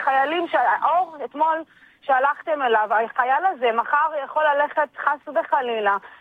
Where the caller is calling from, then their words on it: Jerusalem, Jerusalem District, Israel; אני הייתי אני מתגוררת בקירת יובל.